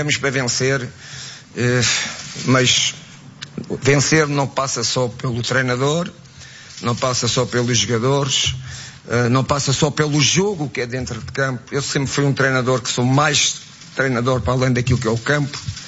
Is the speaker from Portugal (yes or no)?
yes; Portugal; Tenho um grande orgulho de ser português